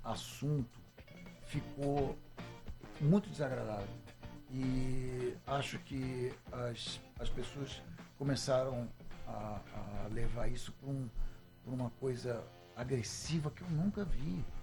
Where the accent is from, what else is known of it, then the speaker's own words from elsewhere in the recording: Rio de Janeiro, Brazil; Eu sou carioca, eu sou carioca.